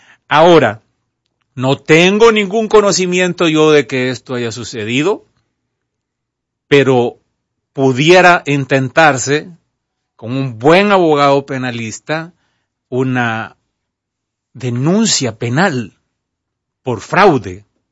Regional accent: Guatemala; moved away; Nunca pensé que iba a pasar esto en mi país

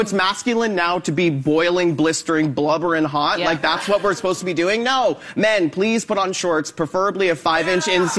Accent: Canada; I'm a millennial, and I'm an artist, so I struggle. I'm a Canadian actor

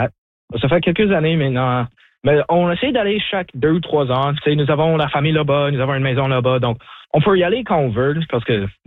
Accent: Sault Ste. Marie, Ontario, Canada; French is a second language; j'étais un peu nerveux parce que je viens de Sault-Saint-Marie, donc j'étais toujours dans ma tête que c'est comme, ah, c'est mon français, c'est pas aussi bon que le français des autres.

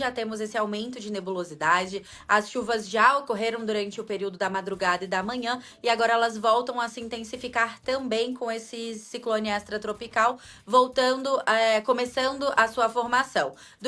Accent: Espírito Santo, Brazil; Sou natural do Espírito Santo.

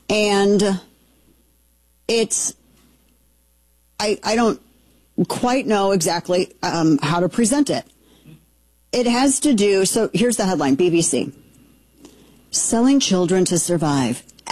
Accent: Festus, Missouri, United States; like people in my hometown of Festus, Missouri, they just defeated the creation of a data center

